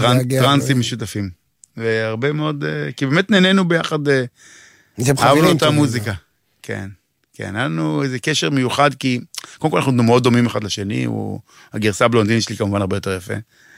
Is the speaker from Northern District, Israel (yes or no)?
yes; Megiddo, Northern District, Israel; אצלנו בקיבוץ במגידו